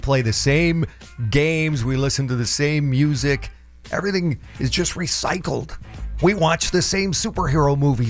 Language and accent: English; Midwest, United States; I'm from the Midwest